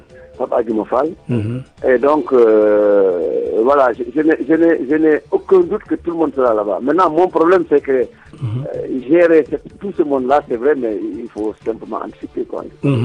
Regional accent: Dakar, Senegal; also born or lived in Richard-Toll; premier problème, c'est que moi, c'est vrai, je suis de Richard, mais moi, j'ai fait toutes mes humanités à Dakar. Et voilà quoi, j'habite à Dakar en réalité. Non, je suis né à Richardson.

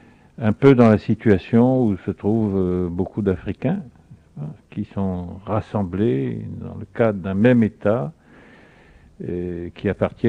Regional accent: Brittany, France; born there; français et peut-être breton d'abord, puisque je suis né en Bretagne. Et par conséquent, j'appartiens à une ethnie importante en France, qui a sa langue propre, qui a sa culture, qui a sa civilisation.

